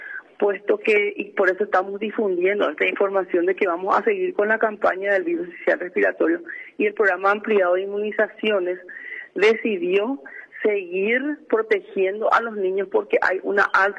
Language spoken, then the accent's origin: Spanish; Paraguay; Y ese es un orgullo para nuestro país